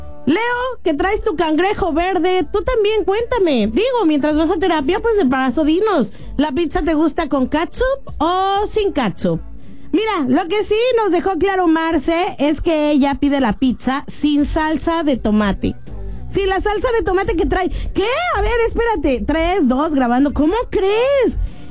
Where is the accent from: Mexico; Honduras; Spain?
Mexico; para eso somos mexicanos, justamente.